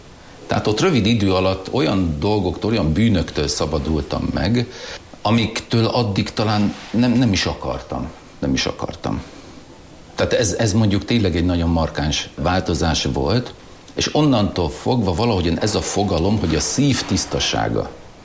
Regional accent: Western Hungary, Hungary; first language German; Hungarian is a second language; Én eredetileg német nemzetiségű vagyok. Hient.

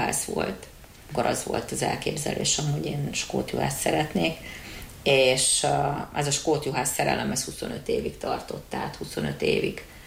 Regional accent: Budapest, Hungary; born there; also born or lived in Szigetszentmiklós; tehát én Budapesten születtem, én ott is a Sziget-Szent Miklóson is éltem

